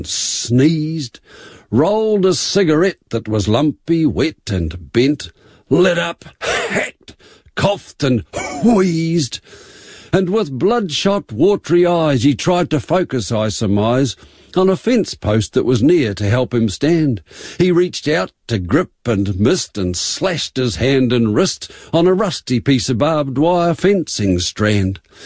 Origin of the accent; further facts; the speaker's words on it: Roxburgh, Otago, New Zealand; born there; I was born in Roxburgh, one of the most beautiful parts in the country, in my opinion, and I'm not biased at all.